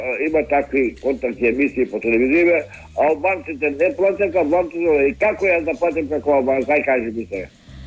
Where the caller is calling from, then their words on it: Skopje, North Macedonia; јас сум од Община Сарај.